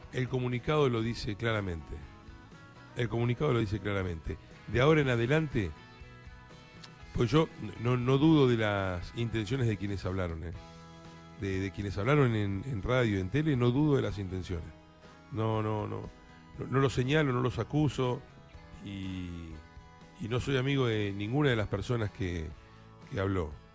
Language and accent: Spanish; Argentina; más que como argentino